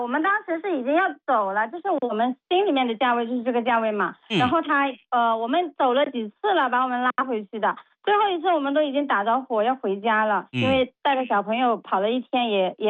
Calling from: Guangdong, China; 我们是广东这边的。

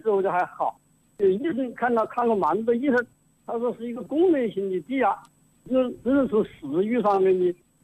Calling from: Honghu, Hubei, China; 我现在已经有69岁，我是洪湖黄家口镇人

